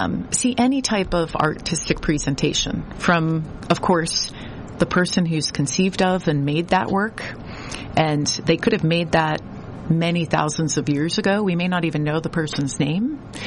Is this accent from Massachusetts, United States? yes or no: yes; Boston, Massachusetts, United States; Imagine being a little kid growing up in Boston. I grew up in Dorchester.